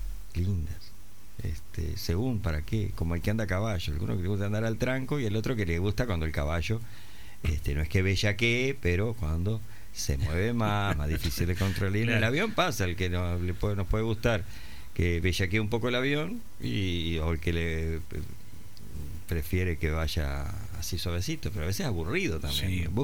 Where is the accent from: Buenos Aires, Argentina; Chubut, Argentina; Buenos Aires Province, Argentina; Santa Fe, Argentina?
Santa Fe, Argentina; Rosario; Carlos está más cerca, yo vengo de Rosario, pero es un placer poder estar en contacto